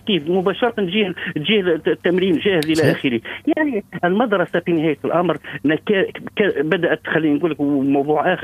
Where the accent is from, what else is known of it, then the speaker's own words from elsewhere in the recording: Tunisia; accent: Tunisian; هذه نحكي لك باللهجة التونسية نتاعي.